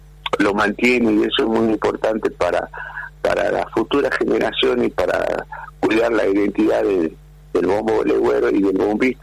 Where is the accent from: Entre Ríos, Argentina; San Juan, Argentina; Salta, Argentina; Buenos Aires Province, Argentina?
Salta, Argentina